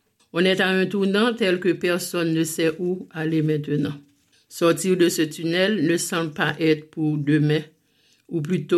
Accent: Cabaret, Ouest, Haiti; moved away as an adult; also born or lived in Port-au-Prince; now in France; Les 4 premières sœurs sont arrivées dans ma paroisse à Cabaret.

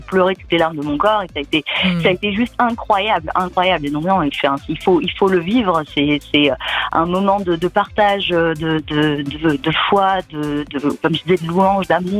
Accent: Bourgogne-Franche-Comté, France; Non, il se passe à Paray-le-Monial, pas loin de là d'où je viens.

